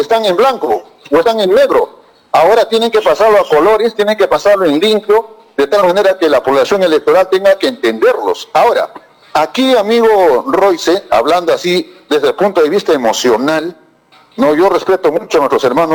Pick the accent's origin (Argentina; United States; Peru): Peru; Candarave, Tacna; Yo también me considero paisano porque soy de Cantarabes, soy de la parte alta.